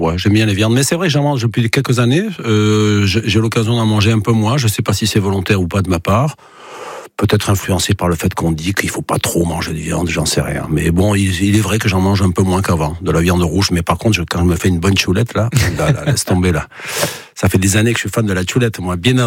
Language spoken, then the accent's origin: French; Saint-Jean-de-Luz, Nouvelle-Aquitaine, France; born there; je suis né déjà à Saint-Jean-de-Luz, en face de la mer